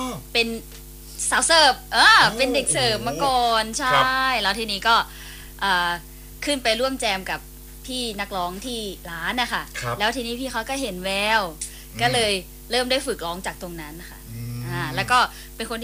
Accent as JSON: {"language": "Thai", "region": "Nakhon Phanom", "country": "Thailand", "said": "สวัสดีจ้าพี่น้องชาวนครพนมนะคะแล้วก็ยายแม่นะจ๊ะที่แบบฟังอยู่นะจ๊ะ"}